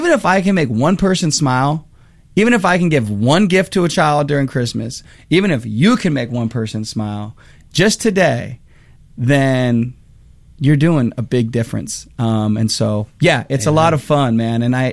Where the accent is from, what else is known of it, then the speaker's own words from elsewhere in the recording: West Coast, United States; But I'm from West Coast